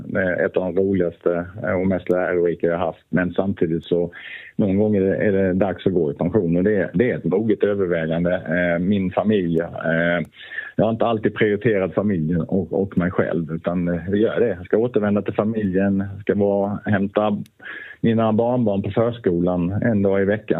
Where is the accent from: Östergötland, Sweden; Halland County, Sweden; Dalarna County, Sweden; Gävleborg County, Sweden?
Halland County, Sweden; born there; now in Stockholm, Sweden; Det har varit en fantastiskt för mig att få bo i mitt hemlän i några år. Jag kommer att återvända till att flytta tillbaka till Stockholm eftersom jag har min familj, min fru, mina barn och barnbarn där. Men Halland är i mitt hjärta